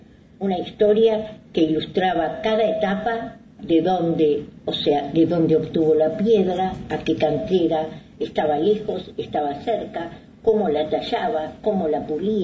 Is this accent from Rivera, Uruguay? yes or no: no; Salto, Uruguay; born there; Nacimos en Salto Grande. Hicimos aquí nuestros primeros aprendizajes.